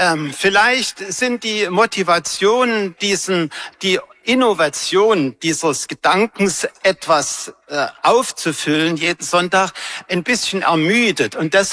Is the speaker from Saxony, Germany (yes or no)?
yes; Leipzig, Saxony, Germany; ich komme aus Leipzig, bin hauptsächlich ABL-Mitglied.